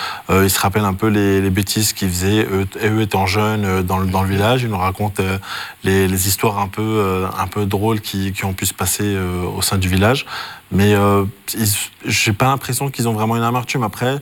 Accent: France; Moi, j'ai grandi en France.

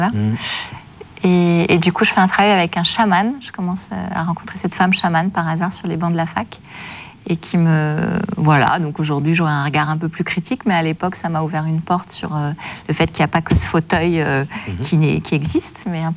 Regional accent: Paris, Île-de-France, France; Bah, je suis une parisienne, très parisienne, assez mondaine.

